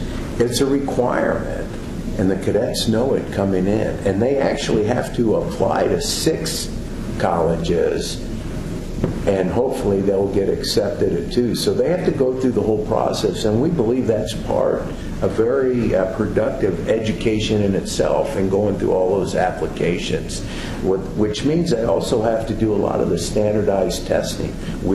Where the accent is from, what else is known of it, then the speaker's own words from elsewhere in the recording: Mexico, Missouri, United States; I come from Mexico, Missouri